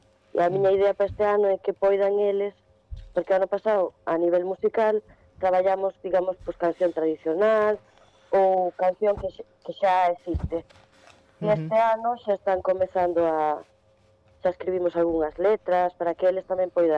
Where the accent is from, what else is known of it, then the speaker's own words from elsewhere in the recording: Narón, Galicia, Spain; somos de Narón e Ferrol, la contorna toda por aquí